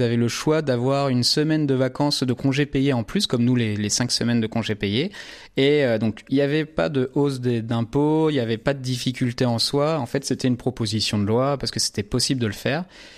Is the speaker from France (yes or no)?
yes; France; Eh ben nous, on est Français, donc on est gentil mais un peu feignant.